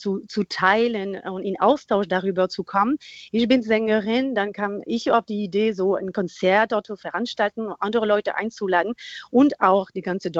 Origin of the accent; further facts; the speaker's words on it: France; now in Brandenburg, Germany; erstmal bin ich Französin.